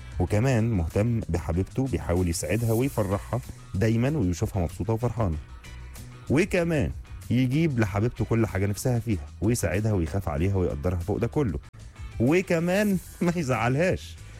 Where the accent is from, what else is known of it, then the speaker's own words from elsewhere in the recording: Asyut, Asyut Governorate, Egypt; من اسيوط، وعايز ابارك لاخويا … على الخطوبه